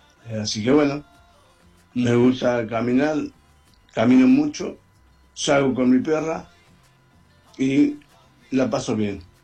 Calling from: Rawson, Chubut, Argentina; Rawson, Chubut, Patagonia, Argentina.

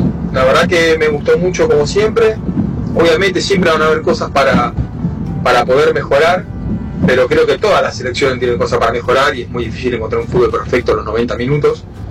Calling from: Argentina; como argentinos.

